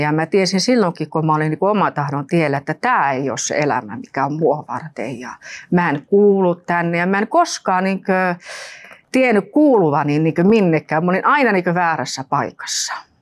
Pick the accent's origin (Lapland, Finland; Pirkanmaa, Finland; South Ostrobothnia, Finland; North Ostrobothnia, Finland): Lapland, Finland; Rovaniemi; also born or lived in Nurmes; now in Espoo, Finland